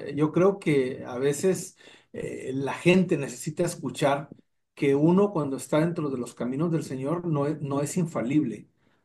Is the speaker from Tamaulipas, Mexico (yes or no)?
yes; Reynosa, Tamaulipas, Mexico; now in McAllen, United States; Yo soy originario de muy al norte de México, una ciudad que se llama Reynosa, en el estado de Tamaulipas. Pero ya estoy radicado desde hace 38 años en McAllen, Texas. Me vine para los Estados Unidos, como mucha gente que emigramos buscando mejores oportunidades